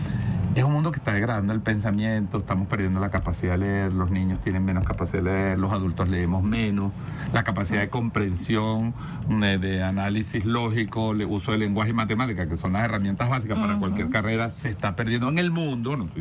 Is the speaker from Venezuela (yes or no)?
yes; Venezuela; que lamentablemente todos somos venezolanos, todos tenemos derecho